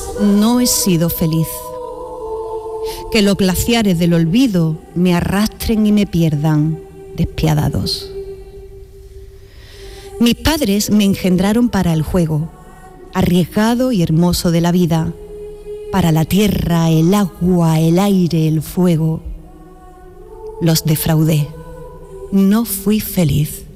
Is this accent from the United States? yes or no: no; Andalusia, Spain; accent: Andalusian